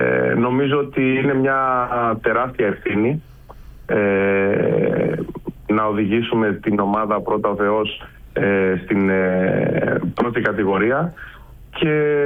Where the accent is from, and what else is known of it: Kalamata, Peloponnese, Greece; born or raised there; also born or lived in Mani